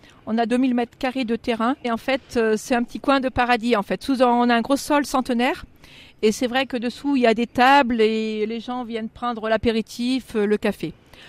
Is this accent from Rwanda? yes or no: no; Noirétable, Auvergne-Rhône-Alpes, France; now in Tence, France; Non, on est du Forêt tous les deux, donc moi de Noirétable et mon mari de Sauvin.